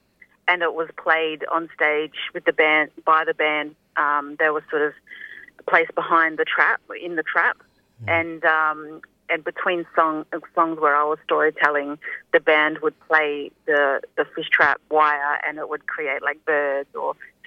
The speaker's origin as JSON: {"language": "English", "town": "Darwin", "region": "Northern Territory", "country": "Australia", "said": "Like, I'm originally from Gadamrilla, from Darwin. I've got ties to Jawin country and the Torres Strait. I'm here living on Kulin country, and I'm constantly yearning for country"}